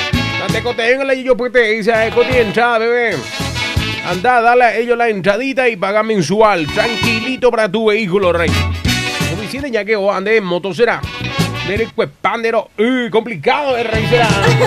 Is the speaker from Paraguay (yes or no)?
yes; Paraguay; Eso es lo que tienen los paraguayos, que nunca perdemos la esperanza.